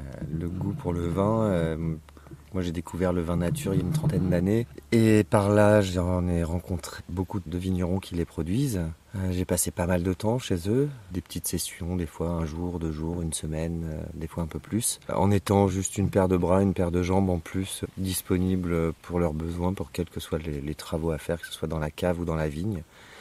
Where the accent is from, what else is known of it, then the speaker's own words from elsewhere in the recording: Provence-Alpes-Côte d'Azur, France; now in Bay of Mont-Saint-Michel, France; Je suis originaire du Var, qui n'a rien à voir